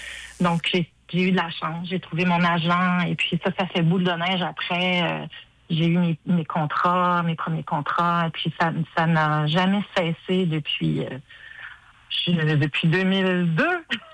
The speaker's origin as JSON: {"language": "French", "region": "Quebec", "country": "Canada", "tie": "born or raised there", "said": "moi, je suis toujours restée dans mon patelin sur la rive sud de Québec."}